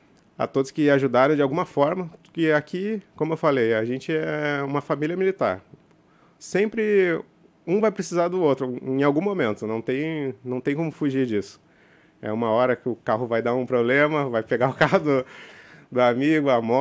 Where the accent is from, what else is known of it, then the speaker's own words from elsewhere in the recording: Santa Maria, Rio Grande do Sul, Brazil; also born or lived in São Paulo; now in Tabatinga, Brazil; Eu sou gaúcho de Santa Maria, minha esposa é carioca, da região ali, Campo Grande, do Rio. E a gente meio que adotou São Paulo como a nossa casa